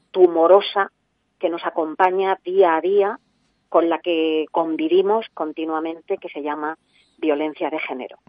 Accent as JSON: {"language": "Spanish", "town": "Murcia", "region": "Region of Murcia", "country": "Spain", "also_born_or_lived": "Madrid", "moved": "as an adult", "lives_now": "Nigrán, Spain", "said": "Yo procedo de Murcia y llegué a Madrid a hacer mi carrera allí."}